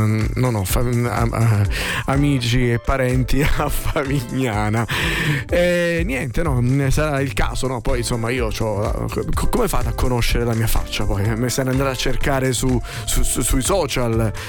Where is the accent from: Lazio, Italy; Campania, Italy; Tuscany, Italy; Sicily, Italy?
Sicily, Italy; Palermo; sono siciliano di Palermo